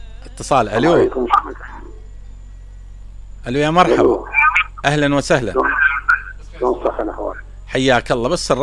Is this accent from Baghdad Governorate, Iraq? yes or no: no; Basra, Basra Governorate, Iraq; يعني بالبصرة بصراوي انا. اي بصراوي حد النخاع.